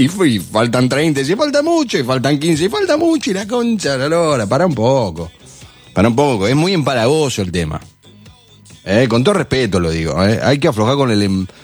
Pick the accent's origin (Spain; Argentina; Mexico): Argentina